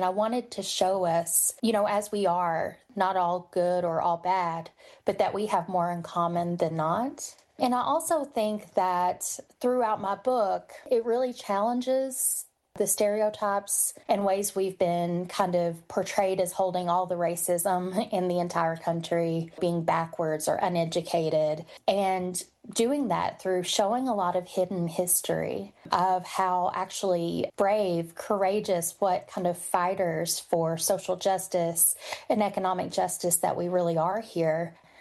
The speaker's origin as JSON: {"language": "English", "region": "Appalachia", "country": "United States", "said": "I'm from Central Appalachia, so Eastern Kentucky, West Virginia."}